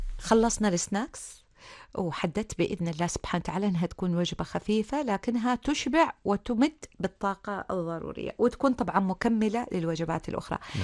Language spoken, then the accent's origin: Arabic; Oman; احنا تو عمانيين